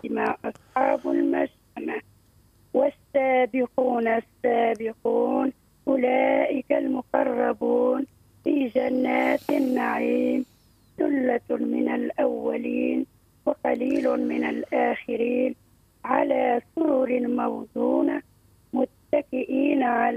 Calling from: Jilma, Sidi Bouzid, Tunisia

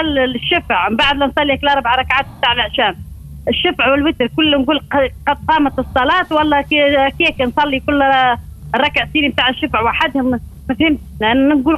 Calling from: Nabeul, Nabeul Governorate, Tunisia

